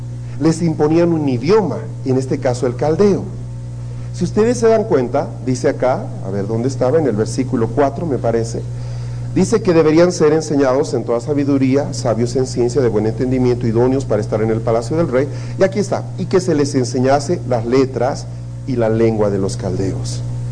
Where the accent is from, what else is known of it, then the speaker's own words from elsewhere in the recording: Bolivia; en mi país hay lugares donde la gente habla más o menos así. Habla muy lentito y cantado.